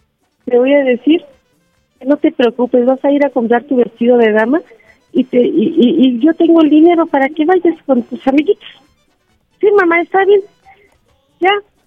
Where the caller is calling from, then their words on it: Nicolás Romero, State of Mexico, Mexico; de aquí, de Nicolás Romero.